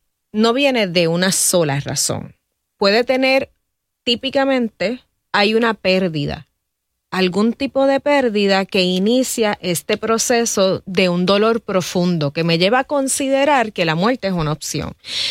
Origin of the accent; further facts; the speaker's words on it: Puerto Rico; Y podemos echarnos así la pata como puertorriqueños.